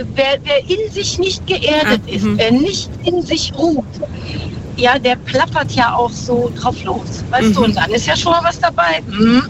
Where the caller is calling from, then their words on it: Stuttgart, Baden-Württemberg, Germany; Ich komme aus Stuttgart gerade.